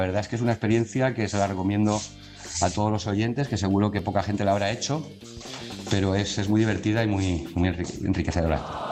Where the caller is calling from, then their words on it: El Molar, Community of Madrid, Spain; del Molar, en Madrid, muy cerquita de vuestro estudio, en Sanse.